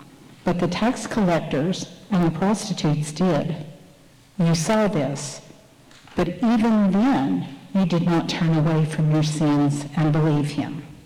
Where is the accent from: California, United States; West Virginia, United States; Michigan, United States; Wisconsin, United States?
West Virginia, United States; I'm from West Virginia. Don't laugh.